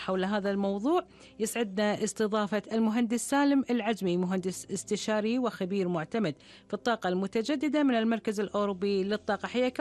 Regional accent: Kuwait; بلدنا الكويت،

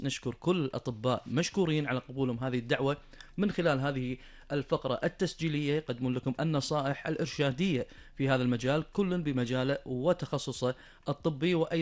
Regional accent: Kuwait; أخبار المحلية وأخبار ديرتنا الحبيبة الكويت

